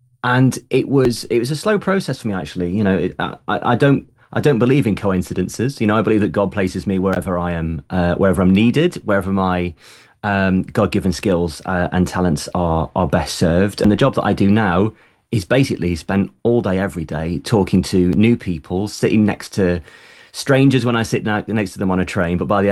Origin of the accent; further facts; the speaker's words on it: United Kingdom; we're very good as British people